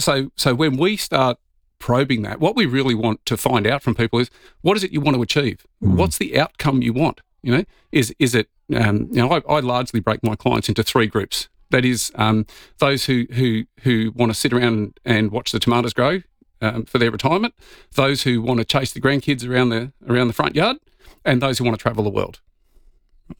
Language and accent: English; Victoria, Australia; moved away as an adult; now in South Australia, Australia; And I moved over to South Australia back in 2002. I'm originally from Victoria